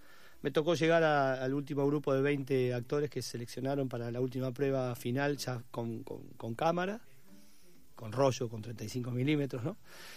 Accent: La Plata, Buenos Aires Province, Argentina; now in Buenos Aires, Argentina; mudé y me quedé en Buenos Aires. Si bien yo conocía el hecho, de la noche de los lápices, porque soy platense

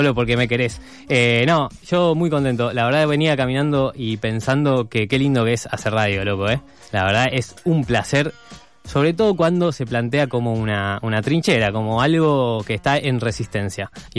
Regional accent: Salta, Argentina; como salteño que soy

